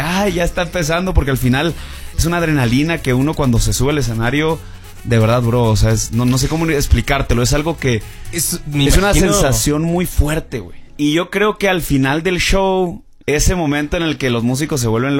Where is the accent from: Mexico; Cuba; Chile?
Mexico; Hermosillo, Sonora; now in Mexico City, Mexico; De que yo, pues soy de Hermosillo, todo el tiempo tuve este sueño de la música, pero no sabía cómo avanzar, no sabía qué hacer.